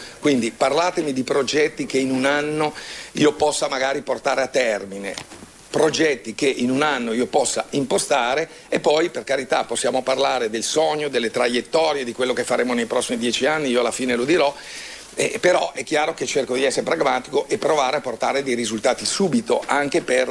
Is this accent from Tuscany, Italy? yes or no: no; Verona, Veneto, Italy; also born or lived in Lake Garda; io sono di Verona e conosco bene il lago di Garda